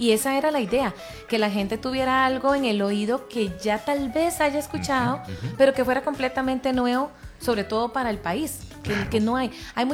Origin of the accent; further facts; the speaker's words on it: Costa Rica; Vea, todo eso es lo como hablamos exactamente los ticos.